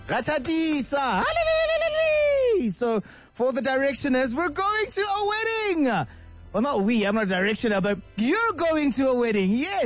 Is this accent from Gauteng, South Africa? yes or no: yes; Alberton, Gauteng, South Africa; Now I'm in Alberton. I'm kidding. I'm from Alberton.